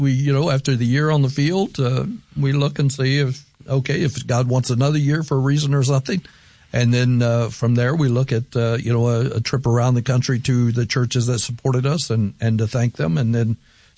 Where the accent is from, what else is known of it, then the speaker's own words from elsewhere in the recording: West Virginia, United States; I speak English. I'm from West Virginia. I don't speak English well.